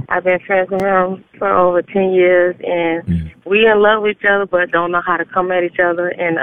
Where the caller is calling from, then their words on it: Fort Lauderdale, Florida, United States; I'm calling from Fort Lauderdale.